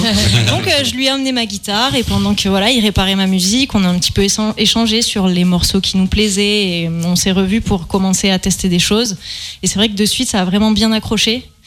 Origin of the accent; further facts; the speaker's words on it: Occitanie, France; On est tous les deux originaires d'Ariège.